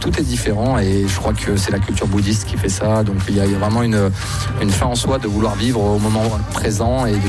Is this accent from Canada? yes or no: no; Nice, Provence-Alpes-Côte d'Azur, France; C'est un petit village qui est dans l'arrière-pays niçois parce que je suis originaire de Nice